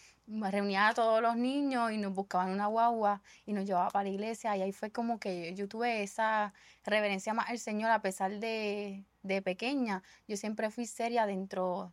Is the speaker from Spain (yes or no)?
no; Bayamón, Puerto Rico; Soy de Bayamón, ¿verdad? Fui criada ahí y todavía hasta el sol de hoy sigo en Bayamón.